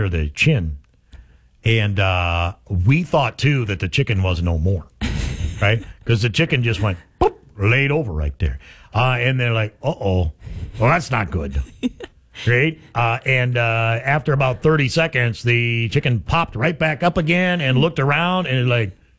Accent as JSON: {"language": "English", "area": "Aurora County", "region": "South Dakota", "country": "United States", "tie": "born or raised there", "said": "when I was a kid and played baseball, that's how you got to baseball practice. You rode your bicycle to town. Mm-hmm. So it's 2 miles of gravel and then 3 miles of a paved road. And in Aurora County, we just call paved road an oil road."}